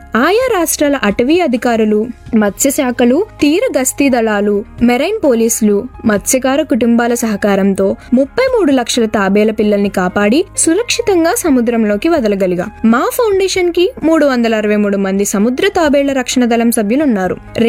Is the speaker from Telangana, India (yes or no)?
no; Machilipatnam, Andhra Pradesh, India; now in Chennai, India; మాది మచిలీపట్నం. 3 దశాబ్దాల క్రితమే మా పూర్వీకులు చెన్నైలో స్థిరపడ్డారు.